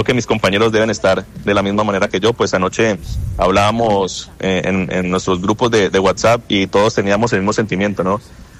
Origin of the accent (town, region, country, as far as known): Cali, Valle del Cauca, Colombia